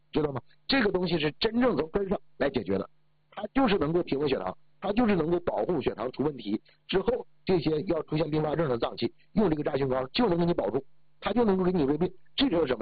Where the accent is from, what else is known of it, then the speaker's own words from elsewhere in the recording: Northeast China, China; 我是东北的，你们都能感觉得到。